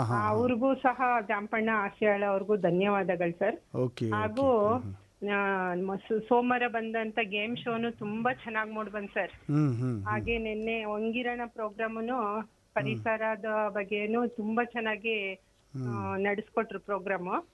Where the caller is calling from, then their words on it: Karnataka, India; Chennai ಬಡಾವಣೆಯಿಂದ madam.